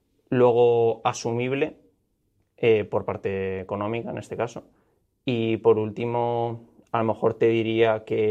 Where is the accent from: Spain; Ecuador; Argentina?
Spain; Betanzos, Galicia; yo tenía mi autoescuela en Betanzos, yo soy de Betanzos